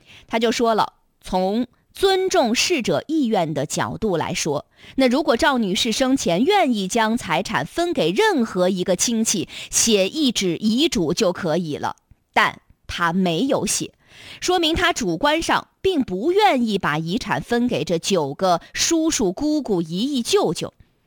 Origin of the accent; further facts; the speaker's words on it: China; 我们中国人很多人觉得不吉利